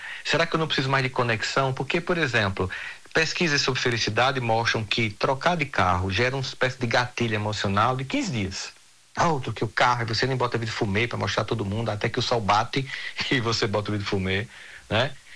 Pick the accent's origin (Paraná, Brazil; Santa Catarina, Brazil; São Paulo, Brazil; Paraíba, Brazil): Paraíba, Brazil; Campina Grande; mas eu sou de Campina Grande, porque eu sou paraibano.